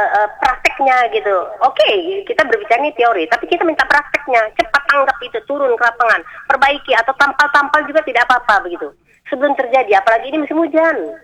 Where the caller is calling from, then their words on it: Pontianak, West Kalimantan, Indonesia; saya bukan orang Jalang Tebu. Saya orang Dr. Waidin.